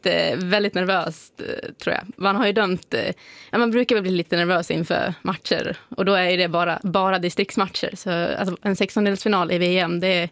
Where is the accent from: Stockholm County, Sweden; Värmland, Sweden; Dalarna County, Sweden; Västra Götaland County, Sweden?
Dalarna County, Sweden; Säter; Jag är ju från Säter då